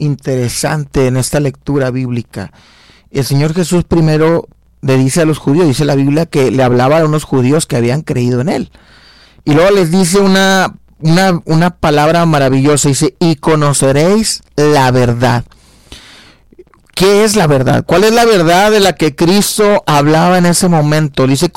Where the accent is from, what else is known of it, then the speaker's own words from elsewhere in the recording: Mexico; a veces nosotros como mexicanos también lo hacemos.